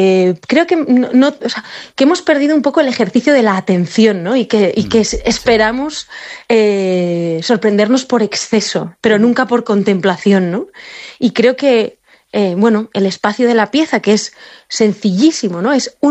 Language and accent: Catalan; Catalonia, Spain; Soc més catalana que tu.